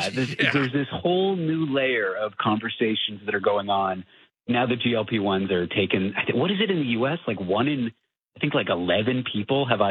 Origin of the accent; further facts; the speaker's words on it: Toronto, Ontario, Canada; I'm from Toronto.